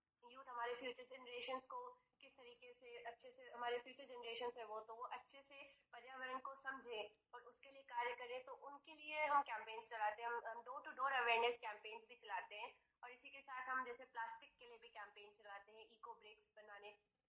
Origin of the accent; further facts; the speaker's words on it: Kanpur, Uttar Pradesh, India; now in Bacheli, India; और मैं छत्तीसगढ़ के दंतेवाड़ा जिले के बचेली नगर की निवासी हूँ। और मैं बेसिकली अभी गुरु घासीदास विश्वविद्यालय में बीटेक की फर्स्ट ईयर स्टूडेंट हूँ। और मैं बेसिकली तो मैं यूपी से बिलोंग करती हूँ, कानपुर से हूँ मैं